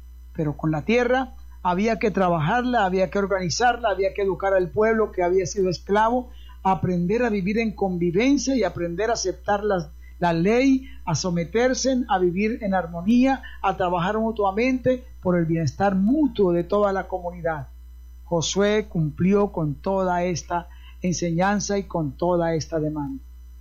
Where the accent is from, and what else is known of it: Colombia